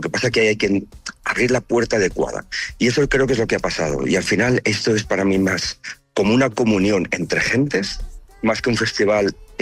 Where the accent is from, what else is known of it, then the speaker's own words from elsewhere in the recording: Tortosa, Catalonia, Spain; born there; Yo como ciudadano que nací aquí en Tortosa, todo esto empezó en el 2004.